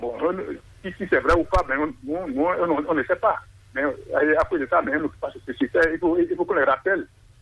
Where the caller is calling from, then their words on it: Ouèdo, Atlantique, Benin; Je vous appelle depuis Ouamé.